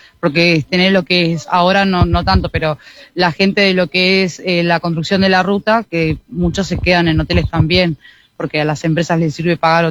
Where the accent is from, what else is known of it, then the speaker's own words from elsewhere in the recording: Florida, Uruguay; Somos acá de Florida